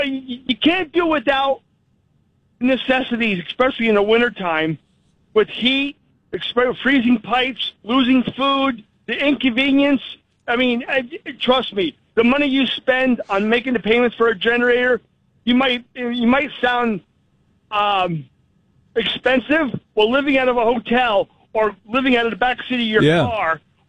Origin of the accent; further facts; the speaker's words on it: Pennsylvania, United States; I don't live in Riverdale. I'm from Pennsylvania, and our power went out Friday, Saturday, and sporadically on Sunday.